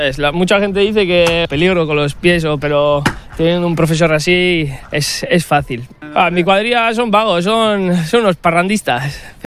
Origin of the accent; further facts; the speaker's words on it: Bermeo, Basque Country, Spain; Yo soy de Bermeo y también aparte hago deporte rural, pero levantar piedra para coger fuerza.